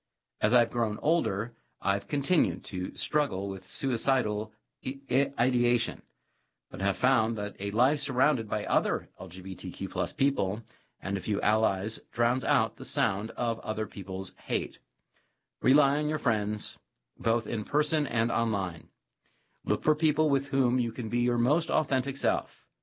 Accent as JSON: {"language": "English", "region": "North Carolina", "country": "United States", "tie": "born or raised there"}